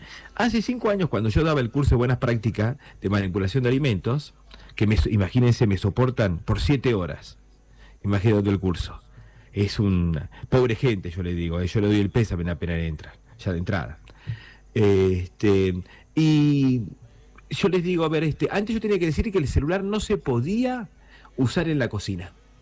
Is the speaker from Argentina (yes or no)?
yes; Argentina; parece que no aprendemos como buenos argentinos y argentinas